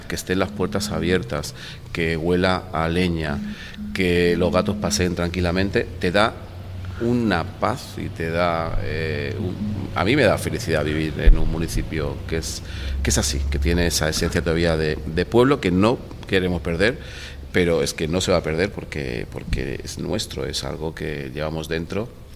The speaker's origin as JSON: {"language": "Spanish", "town": "Benidorm", "region": "Valencian Community", "country": "Spain", "lives_now": "Alfaz del Pi, Spain", "said": "Yo visitaba el Alfaz del Pi antes de venir a vivir aquí. Como te digo, vengo de Benidorm."}